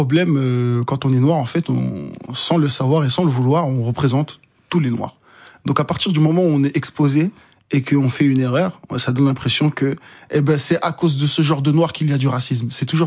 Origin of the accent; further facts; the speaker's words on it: Comoros; Alors, Mali, Sénégal, Congo. Et non, je suis comorien.